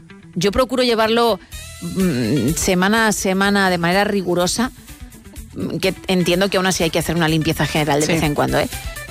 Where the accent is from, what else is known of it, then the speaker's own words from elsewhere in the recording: Italy; Spanish is a second language; Sí, en mi país, dices, sí, en mi tierra, en Italia, por supuesto.